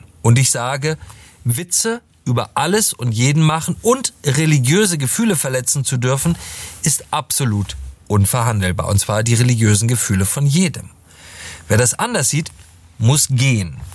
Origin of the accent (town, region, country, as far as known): Germany